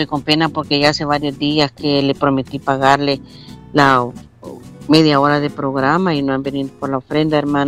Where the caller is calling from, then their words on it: Candelaria de la Frontera, Santa Ana, El Salvador; De aquí de Candelaria de la Frontera, Cantón El Jute